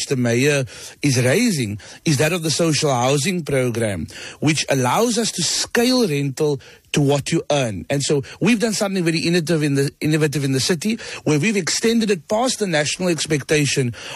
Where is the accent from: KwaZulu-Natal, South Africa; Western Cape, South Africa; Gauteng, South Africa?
Western Cape, South Africa; Grassy Park; And we've also then got, as many of us know, I come from Grassy Park, our CRUs, our community rental units.